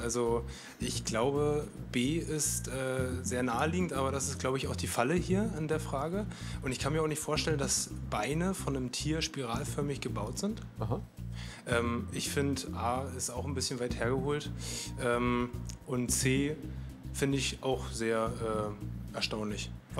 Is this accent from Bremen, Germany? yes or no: yes; Bremen, Germany; Genau, wir kommen aus Bremen.